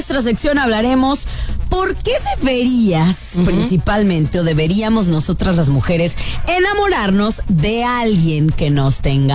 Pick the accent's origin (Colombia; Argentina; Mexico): Mexico; Guadalajara, Jalisco; moved away; nosotras somos las tapatías que importaron de este Guadalajara, Guadalajara, Jalisco, México.